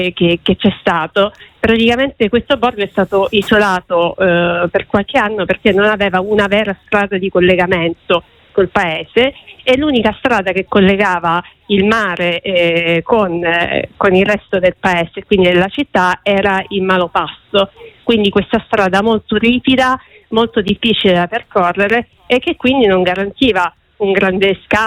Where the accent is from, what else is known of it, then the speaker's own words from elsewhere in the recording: Palmi, Calabria, Italy; ho scavallato lo stretto di Messina, in questo caso sono tornata al luogo in cui ero nata, quindi Palmi è il mio paese di origine, ma nello specifico si tratta di un borgo di pescatori che fa parte di questo paese, ma che allo stesso tempo è molto distante